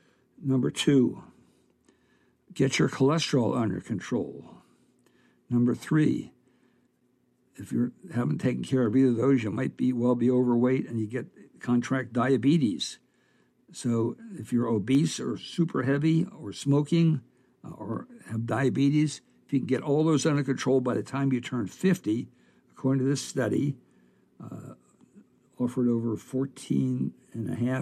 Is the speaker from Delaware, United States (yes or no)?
yes; Delaware, United States; I was raised in Delaware